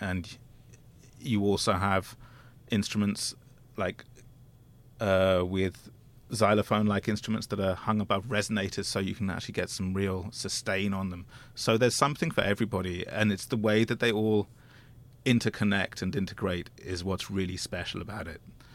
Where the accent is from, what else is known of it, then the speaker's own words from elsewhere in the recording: Durham, North East England, United Kingdom; after I first encountered the music being played at a museum in my hometown of Durham in England.